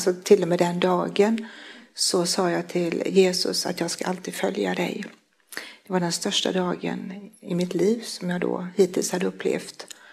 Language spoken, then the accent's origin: Swedish; Vallda, Halland County, Sweden; Jag är uppvuxen i Valda som ligger utanför Göteborg. 2 mil söder om Göteborg.